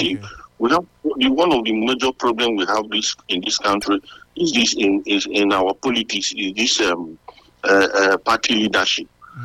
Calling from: Delta, Nigeria; I'm from Delta State

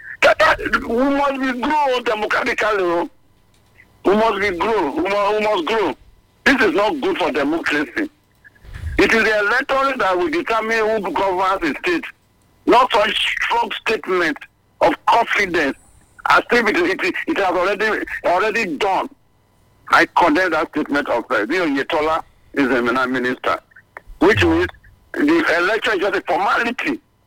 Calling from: Benin City, Edo, Nigeria; calling from Benin.

